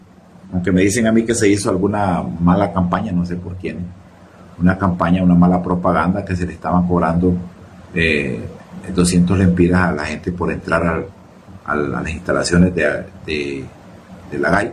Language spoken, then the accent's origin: Spanish; Sulaco, Yoro, Honduras; y lo digo yo que soy de Sulaco, lo digo yo que he vivido esas experiencias.